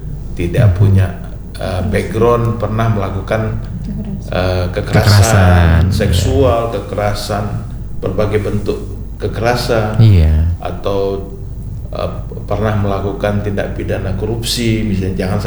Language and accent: Indonesian; South Sumatra, Indonesia; Dari Komring ya, dari kampung pelosok Komring.